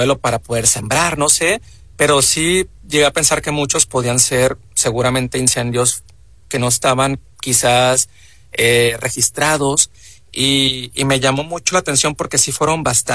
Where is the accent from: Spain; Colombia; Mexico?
Mexico; Coyotitán, Sinaloa; moved away; Yo soy de Coyotitán, Sinaloa, del municipio de San Ignacio.